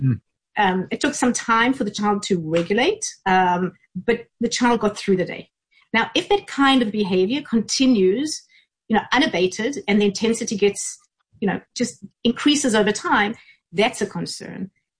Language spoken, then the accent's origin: English; South Africa; I am from South Africa, proudly.